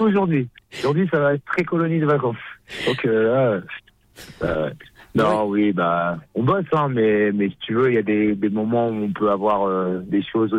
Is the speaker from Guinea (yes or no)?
no; Lille, Hauts-de-France, France; on vient de Lille à la base